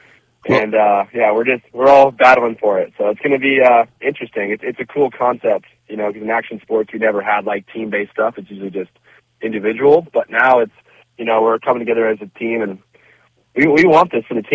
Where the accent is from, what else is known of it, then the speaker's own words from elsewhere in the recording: New Jersey, United States; now in California, United States; I mean, I'm actually from New Jersey, but I've made my career out here in California, so I'm repping California hard. I'm basically a Californian now.